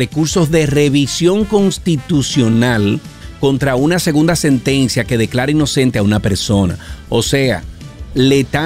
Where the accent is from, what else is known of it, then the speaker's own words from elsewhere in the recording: Santiago de los Caballeros, Santiago, Dominican Republic; born there; accent: Cibaeño; now in Santo Domingo, Dominican Republic; Yo nací en Santiago de los Caballeros.